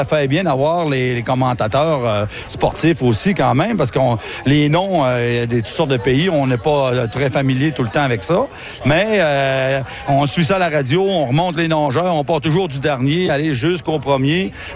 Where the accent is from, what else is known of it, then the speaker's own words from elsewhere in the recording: Saint-Gédéon, Quebec, Canada; now in Dolbeau-Mistassini, Canada; Non, moi, je suis originaire de Saint-Gédéon. Maintenant, j'habite à Dolbeau depuis 25 ans.